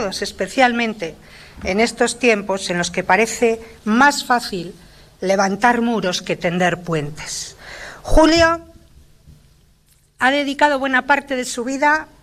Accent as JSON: {"language": "Spanish", "region": "Cantabria", "country": "Spain", "said": "lo hacemos sintiéndonos orgullosos de lo que somos, cántabros y españoles"}